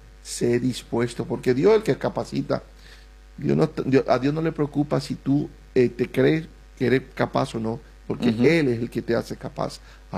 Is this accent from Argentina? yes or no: no; Puerto Rico; now in Florida, United States; Yo soy de Puerto Rico, ¿ok?